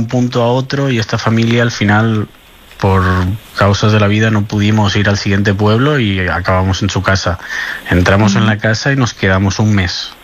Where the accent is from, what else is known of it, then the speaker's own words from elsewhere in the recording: Barcelona, Catalonia, Spain; Barcelona, catalán.